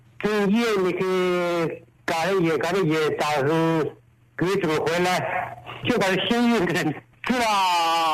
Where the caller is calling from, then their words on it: Tianmen, Hubei, China; 我是湖北天门月口吴县。